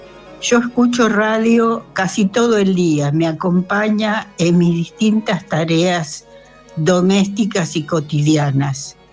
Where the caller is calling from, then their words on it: Lincoln, Buenos Aires Province, Argentina; de Lincoln